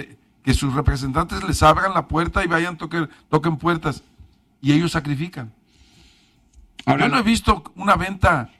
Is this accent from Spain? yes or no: no; Mexico